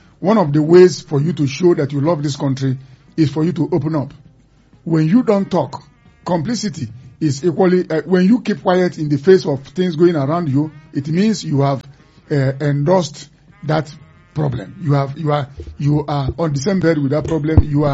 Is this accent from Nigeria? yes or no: yes; Nigeria; Nigerians, we pray too much